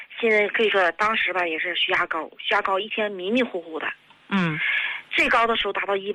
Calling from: Dalian, Liaoning, China; 我是大连的，

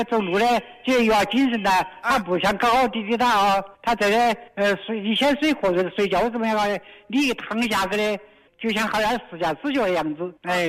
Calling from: Zhejiang, China; 我是浙江的。

